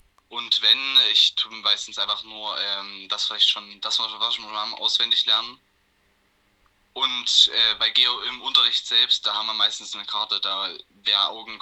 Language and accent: German; Saxony, Germany; Ich komme aus Kranzal, Deutschland.